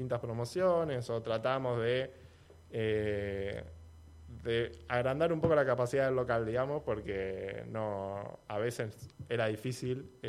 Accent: San Clemente del Tuyú, Buenos Aires Province, Argentina; born there; moved away as an adult; also born or lived in Mar del Plata; now in Río Negro, Argentina; En realidad yo soy de San Clemente del Tuyú, nacido. Después estudié en Mar del Plata. No terminé la carrera, pero estudié licenciatura en Administración en Mar del Plata.

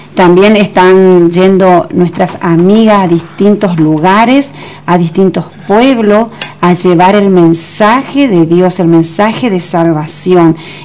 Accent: Argentina

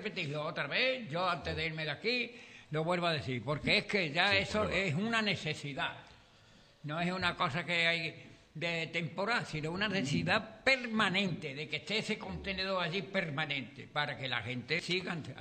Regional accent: Andalusia, Spain; Yo como andaluz

